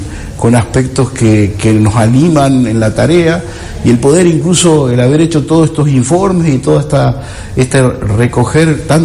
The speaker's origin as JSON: {"language": "Spanish", "country": "Uruguay", "also_born_or_lived": "Minas"}